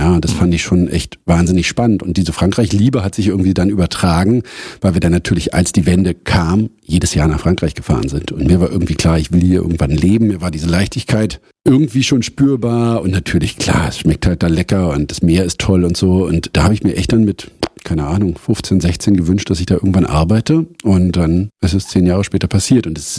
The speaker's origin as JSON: {"language": "German", "region": "Berlin", "country": "Germany", "tie": "born or raised there", "said": "Aus dem Prenzlauer Berg. Ja, also ich war 7, als die Mauer fiel, und ich bin davor in der Stargarder Straße aufgewachsen"}